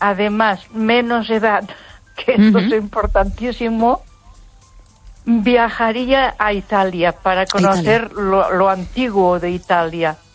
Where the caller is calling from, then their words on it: Ponferrada, Castile and León, Spain; de Ponferrada.